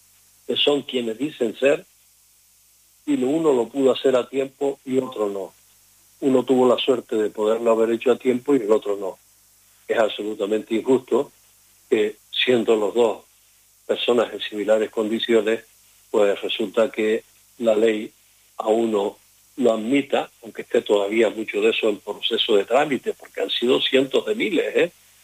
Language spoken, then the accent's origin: Spanish; Canary Islands, Spain; esa época en mi pueblo, por ejemplo, sin Baleo y en muchos otros de Canarias, sabemos de montones de gente familiares que estuvieron en Cuba